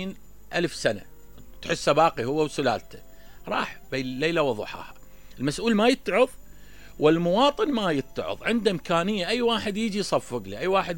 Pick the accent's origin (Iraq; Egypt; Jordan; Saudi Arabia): Iraq; احنا كعراقيين